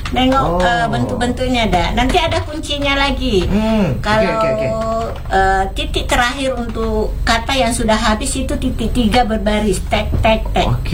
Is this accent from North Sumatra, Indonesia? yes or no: no; South Sulawesi, Indonesia; Iya, memang itu mungkin sudah ciri khas orang kita Bugis ya